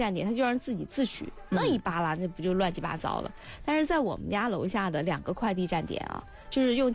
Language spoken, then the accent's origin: Chinese; Bengbu, Anhui, China; accent: Bengbu dialect; 咱们就是蚌埠话出去之后，很多人会觉得咱们是天津话。